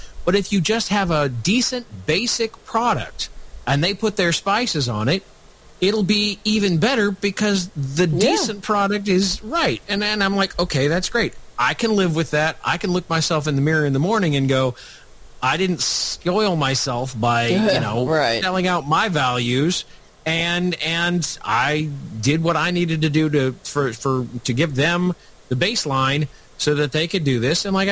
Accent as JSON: {"language": "English", "region": "Nebraska", "country": "United States", "said": "I'm from Nebraska. We have a one-house legislature."}